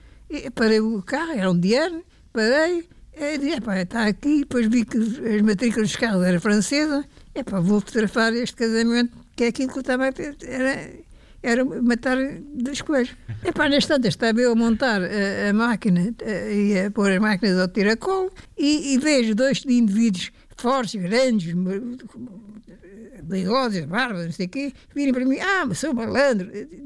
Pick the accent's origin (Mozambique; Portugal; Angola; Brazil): Portugal; Lisbon; eu sou de Lisboa